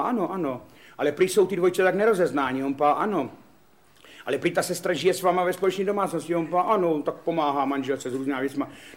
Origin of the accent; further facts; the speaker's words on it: Ivančice, South Moravian Region, Czechia; A tak jsem se narodil v porodnici a v těch Ivančicích jsem prožíval velký kus svého mládí.